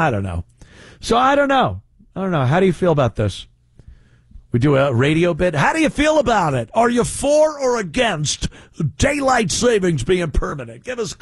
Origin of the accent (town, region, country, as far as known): New York, United States; moved away as an adult; now in South Carolina, United States